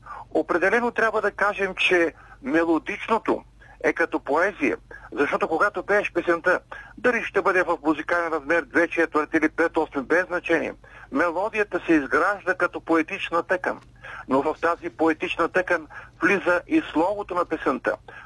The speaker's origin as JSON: {"language": "Bulgarian", "town": "Gramatikovo", "region": "Burgas Province", "country": "Bulgaria", "tie": "born or raised there", "said": "Ами като малко дете, още в 6 годишно, край моето родно село Граматиково е параклисът Свети Георги."}